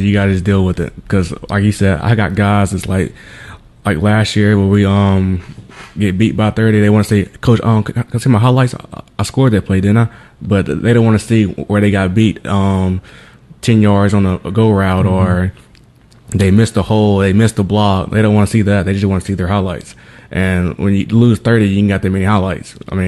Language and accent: English; Macomb, United States; we're from here. We're from Macomb, from Summit